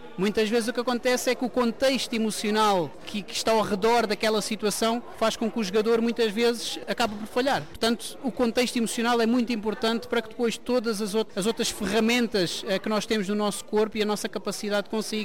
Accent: Portugal; moved away as an adult; also born or lived in Poland / Norway / Sweden

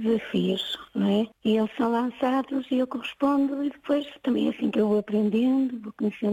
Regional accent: Vila do Conde, Norte, Portugal; moved away as an adult; also born or lived in Sintra / Porto; now in Viseu, Portugal; sou natural de Vila do Conde.

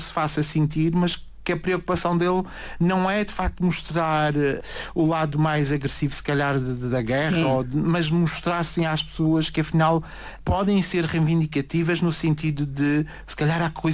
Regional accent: Madeira, Portugal; Eu, enquanto madeirense, tenho sempre em mim aquilo que é a minha identidade de ilhéu, a minha cultura.

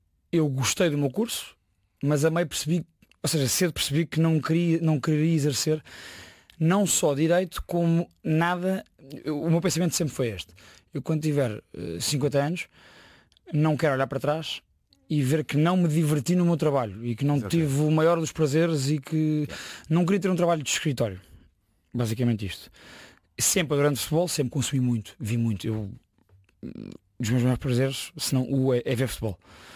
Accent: Setúbal, Portugal; ao mesmo tempo que comecei a treinar camadas jovens no Clube Desportivo Cova da Piedade. Eu sou da Margem Sul.

